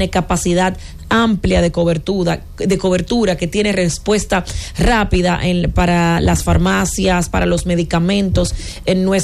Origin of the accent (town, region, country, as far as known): Dominican Republic